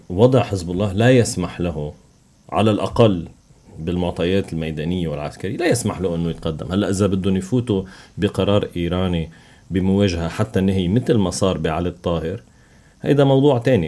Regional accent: Lebanon; نحن كلبنانيين

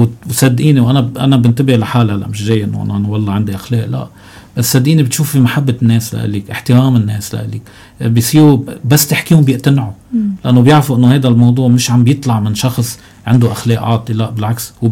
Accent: Lebanon; امبارح كنت بضيعتي بتنوين

